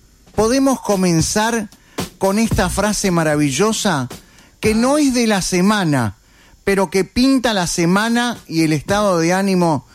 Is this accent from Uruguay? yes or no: yes; Uruguay